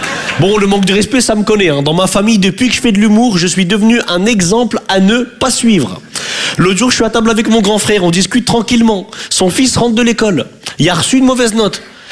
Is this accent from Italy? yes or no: no; North, France; now in Paris, France; Je viens du nord de la France.